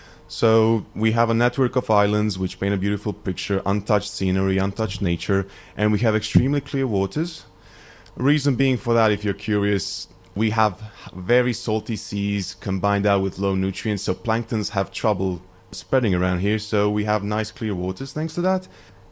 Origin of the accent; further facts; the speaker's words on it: Omiš, Split-Dalmatia County, Croatia; I was born in Split, raised over there in Omiš. Growing up, it was as beautiful.